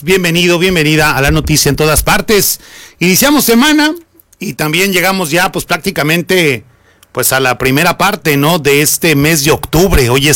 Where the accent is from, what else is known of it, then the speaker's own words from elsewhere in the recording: Mexico; las personas que vivimos en esta hermosísima República Mexicana, pues evidentemente somos producto de una pluriculturalidad.